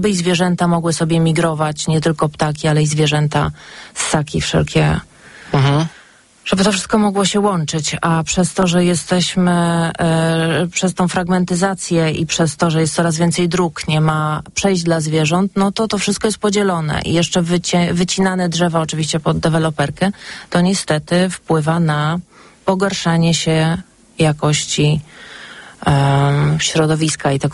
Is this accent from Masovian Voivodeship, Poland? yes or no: yes; Pionki, Masovian Voivodeship, Poland; also born or lived in Radom / Warsaw; Generalizuję, że jestem z Mazowsza, dlatego że mieszkałam w Pionkach. Znaczy urodziłam się pod Radomiem, mieszkałam dużo w Pionkach, uczyłam się w Radomiu, mieszkałam w Warszawie